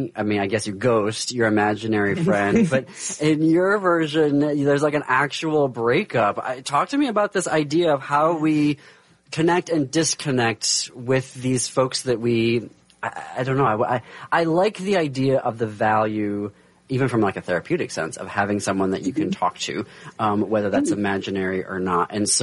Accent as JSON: {"language": "English", "region": "Midwest", "country": "United States", "tie": "born or raised there"}